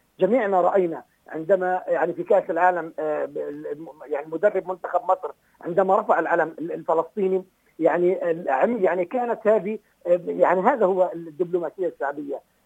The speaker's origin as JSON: {"language": "Arabic", "country": "Palestine", "said": "يجب علينا كفلسطينيين"}